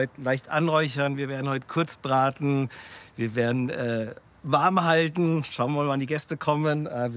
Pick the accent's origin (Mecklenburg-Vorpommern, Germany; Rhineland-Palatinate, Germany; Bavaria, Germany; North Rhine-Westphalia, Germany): Bavaria, Germany; Allerdings Weißwurstfrühstück, wie ich mir das als Franke vorstelle.